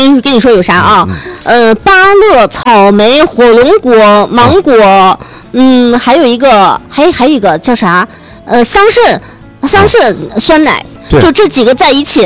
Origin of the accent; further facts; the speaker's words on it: Xinjiang, China; 以前我小时候住在设计院，就光明路那个设计院